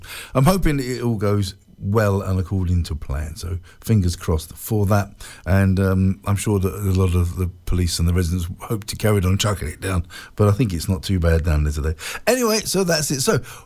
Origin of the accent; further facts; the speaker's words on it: Ladbroke Grove, London, United Kingdom; I'm from that area. That's where I was brought up. I'm from Nightingale, well, Ladbroke Grove, and all down there. So that was my home stomping ground.